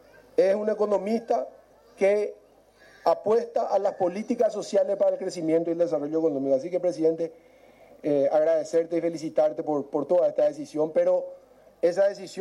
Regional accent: Paraguay; como paraguayo, como una persona que viene trabajando hace mucho tiempo en el área

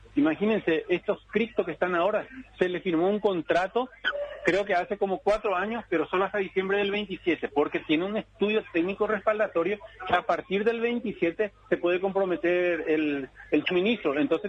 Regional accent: Paraguay; a nosotros como paraguayos nos interesa

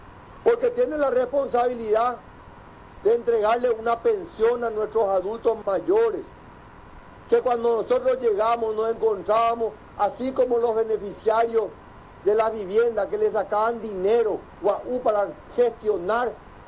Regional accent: Paraguay

